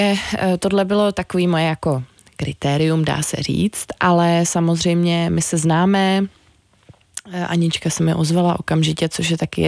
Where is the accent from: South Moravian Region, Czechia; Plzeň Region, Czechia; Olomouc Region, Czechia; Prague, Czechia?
Prague, Czechia; born there; A ta Praha je taková pro mě jako výjimečná, jednak je to moje rodné město a jednak je to takový jako trh sám o sobě, jo?